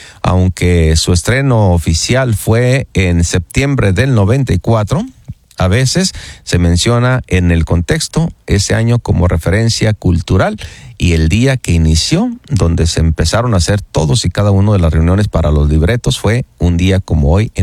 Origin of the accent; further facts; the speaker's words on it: Guadalajara, Jalisco, Mexico; Yo soy de Guanatos y mexicanos, les mando un saludo especial.